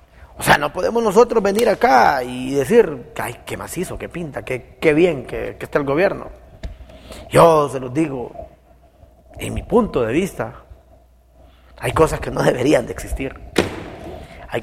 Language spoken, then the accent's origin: Spanish; Honduras; estoy como un hondureño